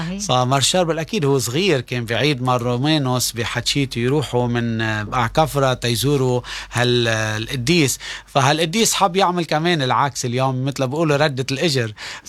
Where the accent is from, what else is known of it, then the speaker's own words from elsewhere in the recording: Lebanon; moved away; نحنا جايين من لبنان وكموارني وأبناء الجبال بنات الجبال، منفتخر بإيماننا،